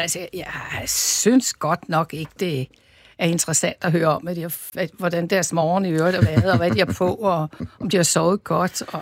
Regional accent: Roskilde, Zealand, Denmark; Jamen, de to gode professorer skrev, at jeg talte lidt forståelig moderne dansk. Og så kunne de høre, at jeg var fra Roskilde.

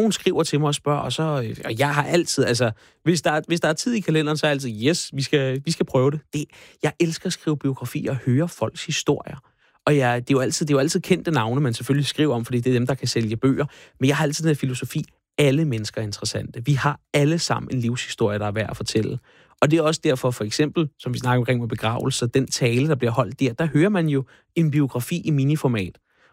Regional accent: Frederiksværk, Capital Region of Denmark, Denmark; Frederiksværk, min gamle, hvor jeg er opvokset.

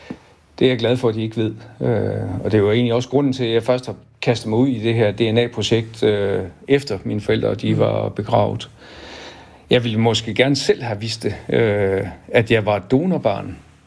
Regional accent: North Denmark Region, Denmark; Jeg er opvokset i Thy og har været rigtig glad for det. Jeg har haft verdens bedste forældre deroppe

